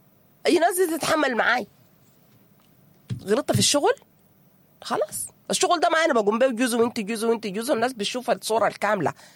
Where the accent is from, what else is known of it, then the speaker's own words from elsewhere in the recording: Sudan; احنا كسودانيين متعودين على الاحتزار، اهو ده احتزارنا يا ناس